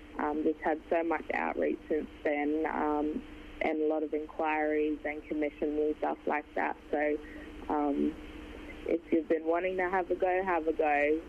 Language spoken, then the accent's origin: English; Northern Territory, Australia; born there; also born or lived in Darwin / Halls Creek, Kimberley / South Australia; now in Perth, Australia; I was born in Darwin on Larrakia land, adopted and grew up by the Yolngu mob in northeast Arnhem land. My bloodline, Halls Creek, I'm a Jaru woman from Halls Creek, Kimberley region, and went to school down south with Kaurna people, and now here in Perth